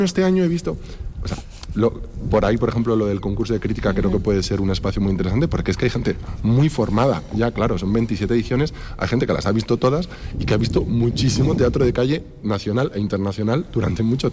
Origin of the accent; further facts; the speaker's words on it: Valladolid, Castile and León, Spain; yo sí que soy de aquí de Valladolid de toda la vida, dedicado a las artes escénicas.